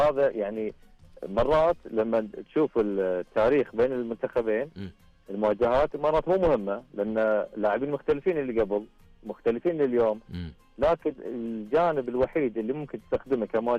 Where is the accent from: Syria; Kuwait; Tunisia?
Kuwait; بالنسبة لنا ككويتيين